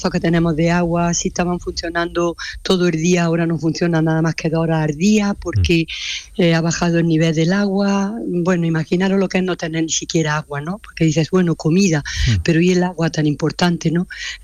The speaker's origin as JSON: {"language": "Spanish", "town": "Pitres", "region": "Andalusia", "country": "Spain", "tie": "born there", "moved": "yes", "said": "yo soy de Pitre"}